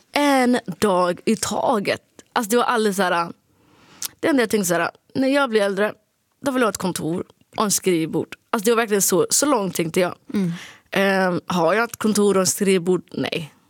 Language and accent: Swedish; Sweden; accent: Standard Swedish; Jag tycker att jag alltid låter, jag tycker att jag pratar rikssvenska liksom.